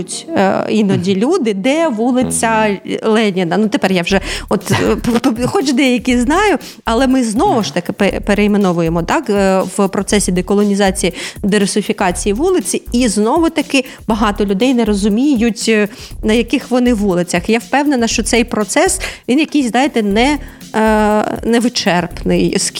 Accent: Donetsk Oblast, Ukraine; moved away as an adult; now in Odesa, Ukraine; Так само я з Донеччини

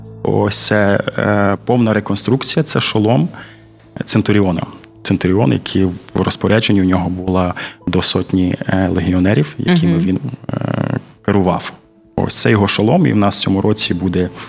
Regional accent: Podilsk, Odesa Oblast, Ukraine; я майже одесит з Одеського регіону. Ось, якщо ви знаєте, це є Подільське таке містечко. Ось, я звідти.

